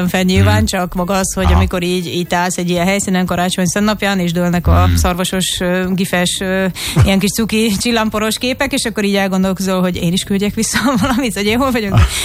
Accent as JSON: {"language": "Hungarian", "country": "Hungary", "tie": "born there", "moved": "as an adult", "lives_now": "Budapest, Hungary", "said": "Én magam is egyébként vidéken, tehát a szülővárosomban kezdtem a szakmámat, és később kerültem fel nagyjából egy év múlva Budapestre"}